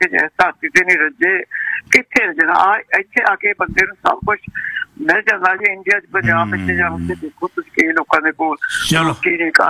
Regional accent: Pakistan; moved away; ਮੈਂ ਪਾਕਿਸਤਾਨ ਤੋਂ ਆਈ ਸੀ 8-9 ਸਾਲ ਹੋਏ

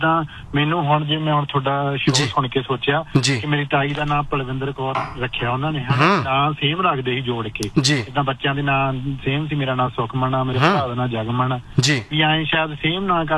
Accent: Faridkot, Punjab, India; ਹਾਂਜੀ ਹਾਂਜੀ ਬਾਈ, ਮੈਂ ਵੀ ਫਰੀਦਕੋਟ ਤੋਂ ਆ ਬਾਈ

